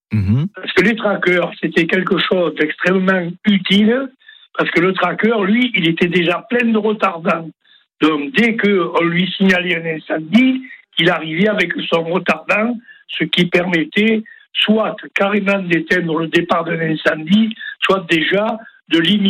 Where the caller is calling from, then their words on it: Draguignan, Provence-Alpes-Côte d'Azur, France; je vous appelle de Draguignan. Draguignan, je ne suis pas loin du pays de Fayence, dans le pays de Fayence, vous connaissez, vous en parlez, c'est à mi-chemin entre Draguignan et Nice.